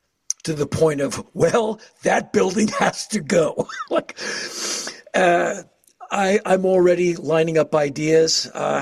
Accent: Washington, District of Columbia, United States; now in Nashville, United States; I come from Washington, D.C., bordered by Maryland, Virginia. So I heard, "Hey, man," since I was five. And I hear a lot of, "Hey, man," in Nashville.

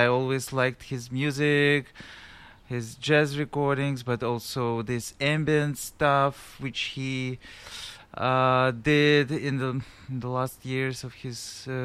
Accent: Moscow, Russia; moved away; I lived in Moscow. Originally, I'm from Moscow

